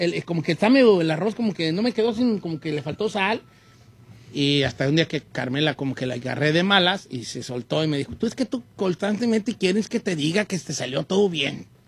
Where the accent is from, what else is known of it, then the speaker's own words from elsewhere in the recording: Guadalajara, Jalisco, Mexico; Es que yo soy de Guadalajara.